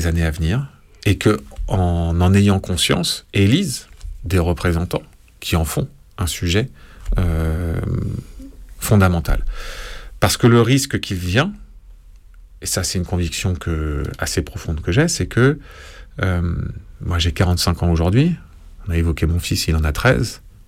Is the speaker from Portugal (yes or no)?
no; France